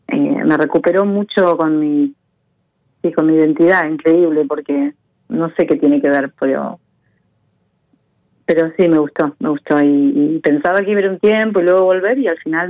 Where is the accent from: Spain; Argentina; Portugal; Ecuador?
Argentina; Necochea, Buenos Aires Province; de una ciudad costera en el sur de Buenos Aires, pero no creo que la conozca nadie. Se llama Necochea.